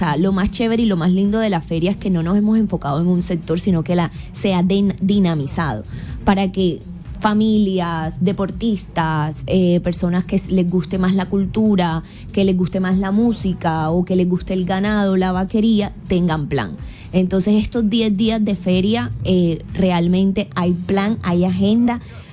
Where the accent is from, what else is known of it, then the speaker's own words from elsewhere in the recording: Córdoba, Colombia; uno como cordobés ve a otro cordobés realizarse